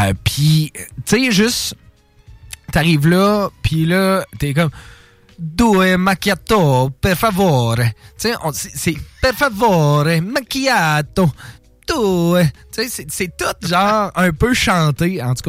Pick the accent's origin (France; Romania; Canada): Canada; Quebec City, Quebec; born or raised there